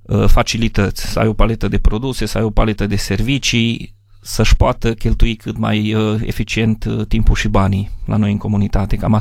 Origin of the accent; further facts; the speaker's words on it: Bobâlna, Cluj County, Romania; Noi, Bobâna, suntem parte din Ținutul Flutura Albastru, care zic eu că este cea mai domestică zonă din România